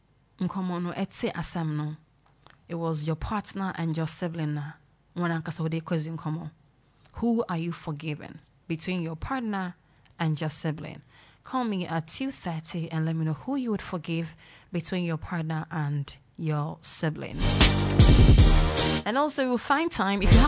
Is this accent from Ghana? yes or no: yes; Ghana; I'm Ghanaian